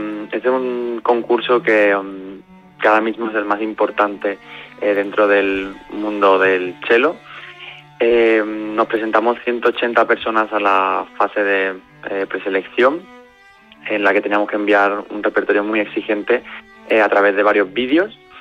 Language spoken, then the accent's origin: Spanish; Spain; pues soy el único español que se encuentra en esta fase ahora mismo.